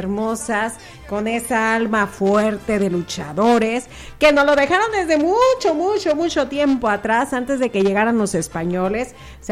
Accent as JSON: {"language": "Spanish", "country": "Mexico", "said": "nosotros los mexicanos"}